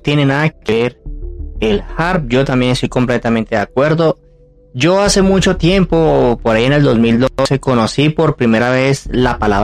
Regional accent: Colombia; donde yo vivo en mi país Colombia, en el país vecino, nuestro hermano país de Venezuela

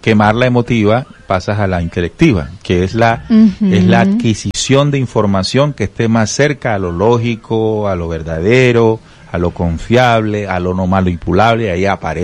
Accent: Barranquilla, Atlántico, Colombia; born there; yo soy barranquillero, yo nací en la ciudad de Barranquilla, el equipo de la ciudad en el que nací es el Junior.

